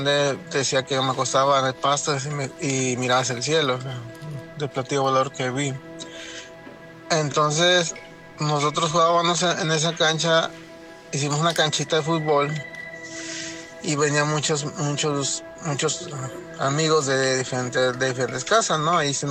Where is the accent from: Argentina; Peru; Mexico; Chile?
Mexico; San Luis Potosí; now in Las Vegas, United States; yo creo que tenía como 10, 11 años. Yo vengo de... soy nativo de San Luis Potosí. Mi papá tenía su terreno donde vivíamos, tenía un terreno grande.